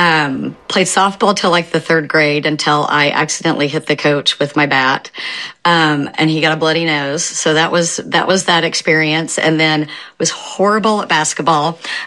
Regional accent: Oklahoma, United States; I grew up in Oklahoma, fourth generation Oklahomans, on both sides of my family

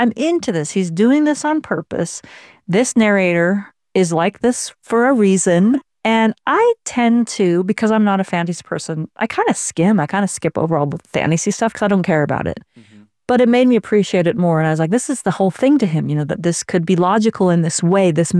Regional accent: Utah, United States; They wanted to know if I knew him because I'm from Utah. I'm from where Brandon Sanderson is from.

